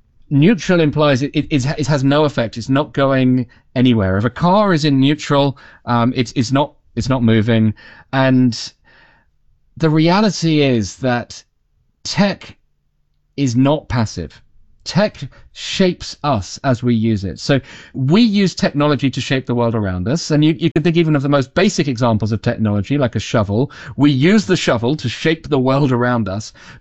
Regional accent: United Kingdom; And then because I'm British, I finished by saying thank you to AI

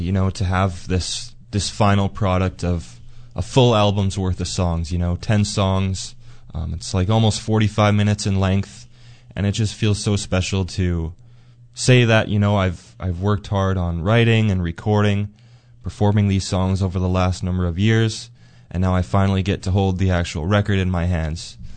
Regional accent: Altona, Manitoba, Canada; it's my hometown and the hometown of Simon, our keyboardist, and my dad, our bass player as well.

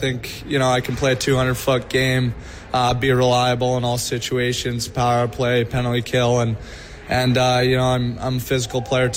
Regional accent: Saskatoon, Saskatchewan, Canada; Yeah, I grew up in Saskatoon. I played minor hockey there

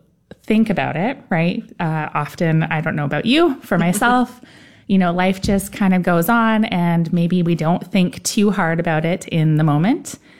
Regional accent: Burlington, Ontario, Canada; I grew up in Burlington, Ontario.

